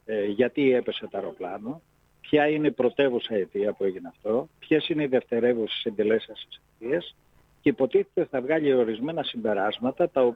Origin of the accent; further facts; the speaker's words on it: Arta, Epirus, Greece; στην πατρίδα μου, στην Άρτα